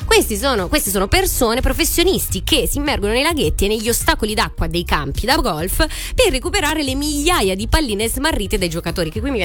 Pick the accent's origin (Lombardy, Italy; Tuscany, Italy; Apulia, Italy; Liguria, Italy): Tuscany, Italy; Sansepolcro; tutte le pizzerie a Borgo Santo Sepolcro, ok? Quindi il mio paesino di origine, tu vuoi mangiare una pizza il lunedì sera a San Sepolcro, non la trovi